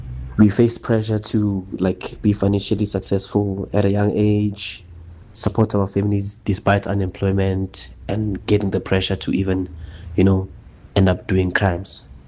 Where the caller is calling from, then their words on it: South Africa; us as South African young men